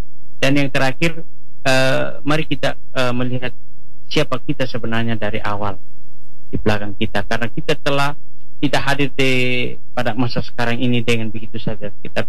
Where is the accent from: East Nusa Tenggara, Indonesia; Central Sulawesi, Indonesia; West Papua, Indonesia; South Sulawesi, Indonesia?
East Nusa Tenggara, Indonesia; ritualnya dalam kalangan kami orang Atoni itu adalah Nakete.